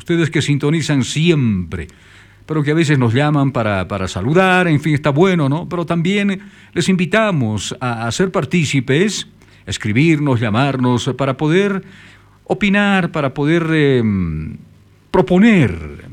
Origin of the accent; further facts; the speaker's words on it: Bolivia; tenemos como bolivianas y bolivianos